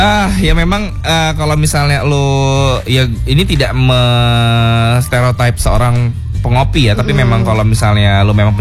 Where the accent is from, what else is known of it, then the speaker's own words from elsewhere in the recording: Lampung, Indonesia; dibilangnya gue orang Lampung dan gue perokok